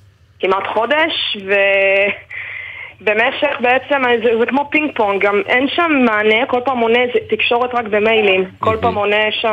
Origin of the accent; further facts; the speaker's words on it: Rishon LeZion, Central District, Israel; זה הבית של ההורים שלי, הבית שגדלתי בו